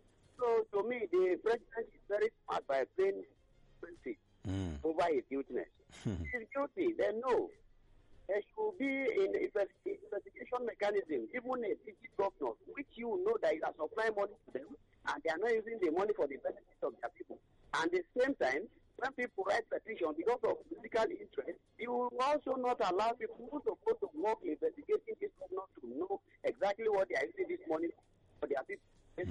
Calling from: Kogi, Nigeria; I myself, I'm from Kogi.

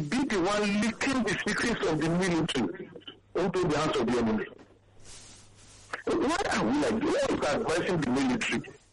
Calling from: Ikeja, Lagos, Nigeria; I'm calling from Ikoja.

